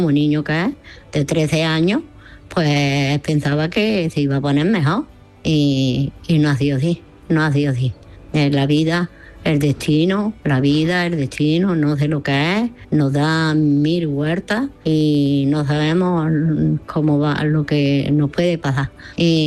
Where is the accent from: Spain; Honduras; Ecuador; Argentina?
Spain; Granada, Andalusia; Hola, Manolo. … de Granada.